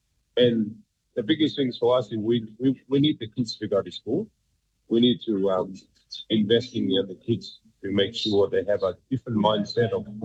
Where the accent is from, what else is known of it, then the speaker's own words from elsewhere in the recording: Tonga; English is a second language; me being a kid that born and raised in Tonga, I'm always keep my life very basic and very simple